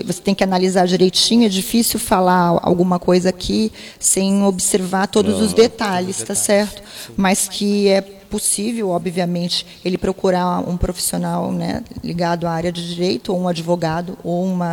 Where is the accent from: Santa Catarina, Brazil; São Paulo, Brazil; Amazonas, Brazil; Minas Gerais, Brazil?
São Paulo, Brazil; Santos; born there; now in Cabo Frio, Brazil; Nasci em Santos.